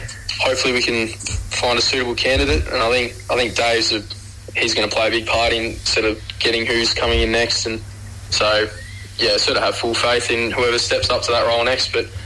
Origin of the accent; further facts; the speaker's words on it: Wagga Wagga, New South Wales, Australia; But even just myself, I'm from Wagga Wagga. So that is in the Giants region. So I sort of had access to the Giants Academy when I was growing up